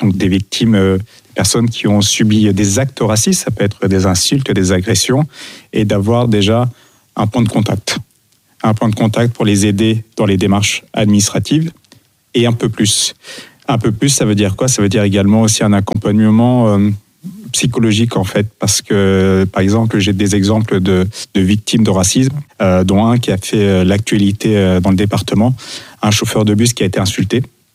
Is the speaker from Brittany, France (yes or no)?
no; Normandy, France; born there; moved away; also born or lived in Paris / Nice; On a vécu dans une toute petite ville en Basse-Normandie. Et lorsque nous sommes arrivés dans cette ville, mon père est commerçant, nous étions les seuls, quasiment les seuls arabes de la ville. Donc, je suis né à Paris, assez cosmopolite